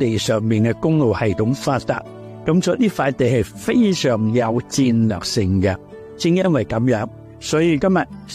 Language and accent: Cantonese; China; 咁我就联想起我哋中国人有句说话好有意思嘅，饮水思源